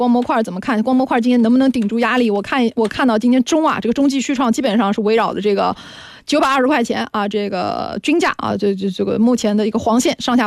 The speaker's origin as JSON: {"language": "Chinese", "country": "China", "said": "作为一个中国人，"}